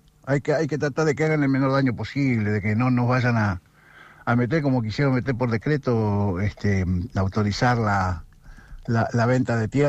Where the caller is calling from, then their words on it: Argentina; Nosotros somos Argentina.